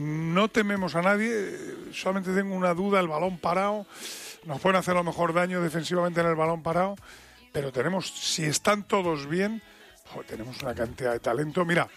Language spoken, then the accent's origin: Spanish; Spain; ¿De dónde eres? Y le dije, de España.